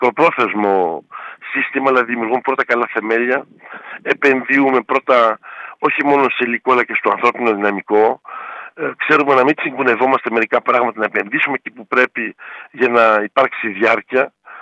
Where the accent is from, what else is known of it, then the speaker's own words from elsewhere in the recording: Greece; moved away; also born or lived in Belgium; Πρώτα απ' όλα αγαπάω τον τόπο μου. 30 χρόνια επιχειρηματίες στο Βέλγιο